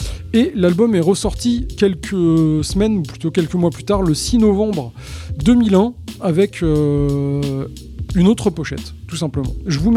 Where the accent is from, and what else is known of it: France